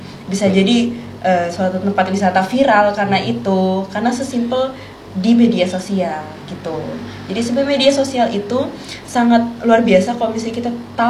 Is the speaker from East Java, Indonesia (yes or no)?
yes; Sampang, East Java, Indonesia; kita orang Madura itu justru kental banget sama persaudaraannya.